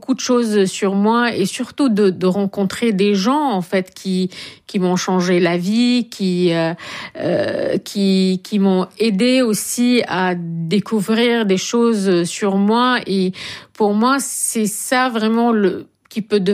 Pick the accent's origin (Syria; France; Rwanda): Syria; moved away as an adult; la nostalgie que je ressens pour mon pays maintenant, j'ai pas encore osé rentrer là-bas